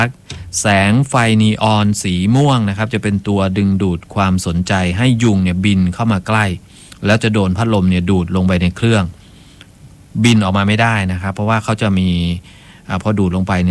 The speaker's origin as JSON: {"language": "Thai", "region": "Ubon Ratchathani", "country": "Thailand", "tie": "born there", "said": "น้องเป็นคนอีสานโดยกำเนิดนะครับลูกครึ่งเป็นลูกครึ่งครึ่งอำเภอเมืองกับอำเภอเขมราช"}